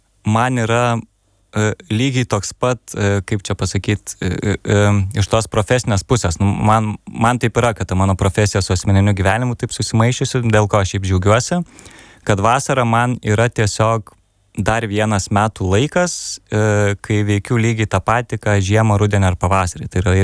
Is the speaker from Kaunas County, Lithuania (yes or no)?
no; Palanga, Klaipėda County, Lithuania; Buvom visą savaitę ten pas mano artimuosius, kadangi aš palangiškis.